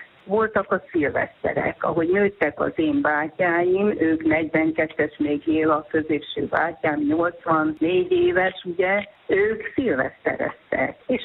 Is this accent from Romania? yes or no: yes; Transylvania, Romania; Mi Erdélyből származunk … és hát biztos hoztuk magunkkal a család.